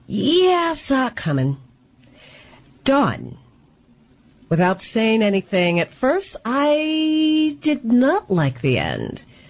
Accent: Midwest, United States; Growing up in the Midwest, no, that only happens to people in California.

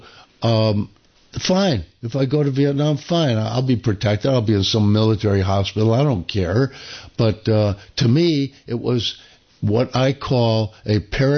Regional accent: Rochester, United States; 15 of us interns from all over the country, and I was one from Rochester

